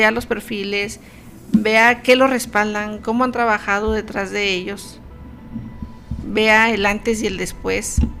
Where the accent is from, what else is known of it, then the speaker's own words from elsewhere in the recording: Chihuahua, Mexico; no lo conocemos tanto como mexicanos o como de aquí de Chihuahua